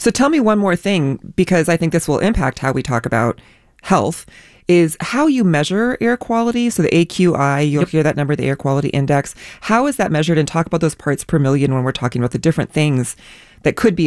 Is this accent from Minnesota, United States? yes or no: yes; Minnesota, United States; Being a Minnesotan, I think sometimes we talk about, you know, it's 10 below, it's 20 below, it's 30 below